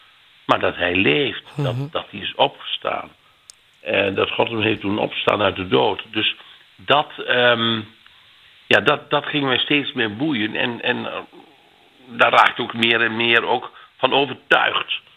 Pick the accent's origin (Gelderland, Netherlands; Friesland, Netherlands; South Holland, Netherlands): Gelderland, Netherlands; Gaanderen; now in Groningen, Netherlands; geboren en getogen in de Gelderse Achterhoek in Gaanderen bij Doetinchem. Jongste in ons gezin. Ik heb nog drie broers.